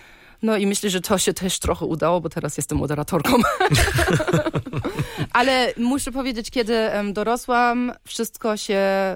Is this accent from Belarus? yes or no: no; Germany; born there; Polish is a second language